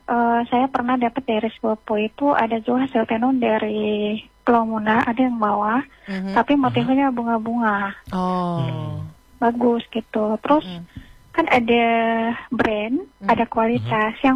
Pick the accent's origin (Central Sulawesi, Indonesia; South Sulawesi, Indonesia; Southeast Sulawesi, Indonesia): Southeast Sulawesi, Indonesia; Buton; Ya, dari saya dari Buton Siompo, Buton Bimina Pada.